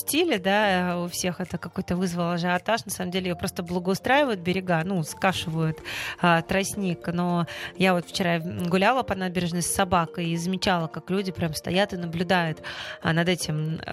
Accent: Velikiye Luki, Pskov Oblast, Russia; Еще одно популярное место, конечно, для нас великолучан — это Опухлики.

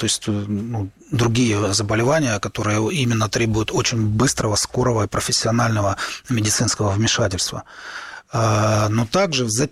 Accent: Kharkiv, Kharkiv Oblast, Ukraine; Но я прекрасно осознаю, как харьковчанин, зная эту территорию

